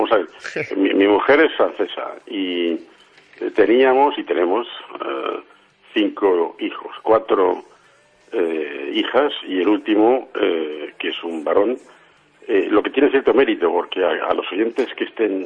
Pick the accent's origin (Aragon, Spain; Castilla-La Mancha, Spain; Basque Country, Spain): Castilla-La Mancha, Spain; moved away as an adult; also born or lived in Madrid; now in Muxía, Spain; yo nací en Madrid, lo que pasa es que me educaron o me criaron en, porque lo de educarme, no sé si lo consiguieron, pero me crié en La Mancha, en la provincia de Toledo